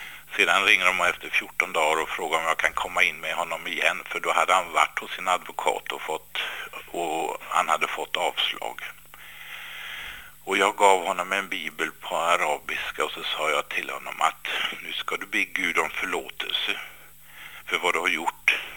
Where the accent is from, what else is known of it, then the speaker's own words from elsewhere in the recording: Värmland, Sweden; born there; Nej, Jag är född i Värmland. Min pappa är dansk och min mamma kom från Partille.